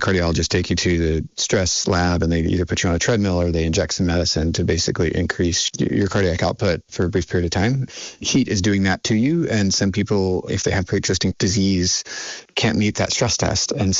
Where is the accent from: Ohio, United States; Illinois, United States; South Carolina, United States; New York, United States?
South Carolina, United States; moved away; Or even if you go to the American South, I grew up in South Carolina and it's just normal to have air conditioning in every house.